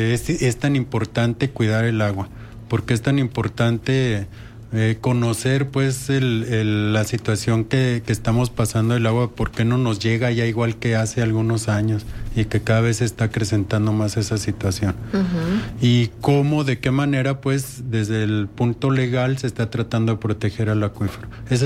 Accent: Durango, Mexico; now in La Laguna, Mexico; yo no soy de aquí, yo no nací aquí en la laguna, yo soy de acá de la Sierra de Durango, pero tengo ya 24 años viviendo aquí.

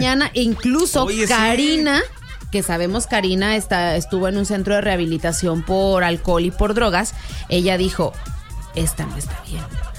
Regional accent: Comarca Lagunera, Mexico

